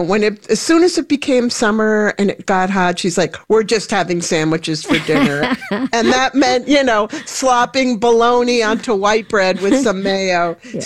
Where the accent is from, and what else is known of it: New York, United States; born or raised there